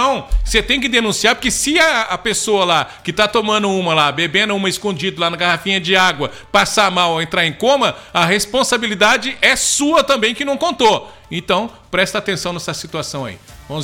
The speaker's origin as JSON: {"language": "Portuguese", "town": "Pirassununga", "region": "São Paulo", "country": "Brazil", "moved": "yes", "lives_now": "Três Lagoas, Brazil", "said": "Eu sou lá de Pirassununga, lá no estado de São Paulo, lá não tem nada para fazer."}